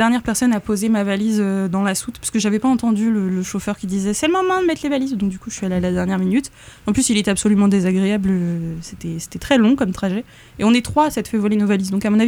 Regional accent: Brittany, France; Je suis bretonne

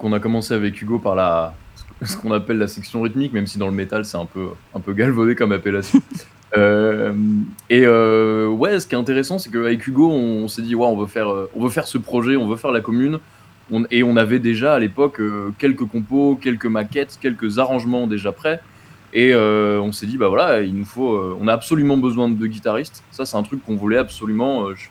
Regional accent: Paris, Île-de-France, France; parce qu'on on est parisien et on est extrêmement touché et ému par cet épisode historique

